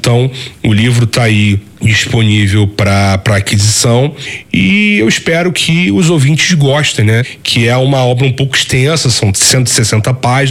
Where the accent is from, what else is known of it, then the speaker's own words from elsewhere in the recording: Rio de Janeiro, Brazil; also born or lived in Petrópolis; Todo carioca, ele passa por isso. Eu já saí do Rio de Janeiro, morei em Petrópolis durante 2 anos.